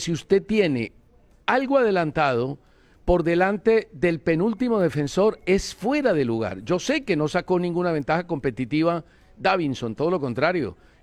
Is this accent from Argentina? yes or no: no; Colombia; que a uno como colombiano